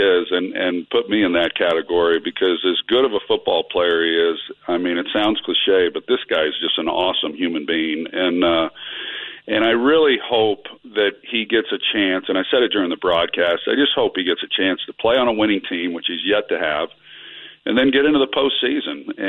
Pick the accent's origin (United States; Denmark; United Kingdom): United States; California; moved away as an adult; also born or lived in Oklahoma; I was originally from California. So when I get to Oklahoma, I was a USC fan as a kid growing up, and you can't hardly be from Southern California and … not be a USC Trojan fan.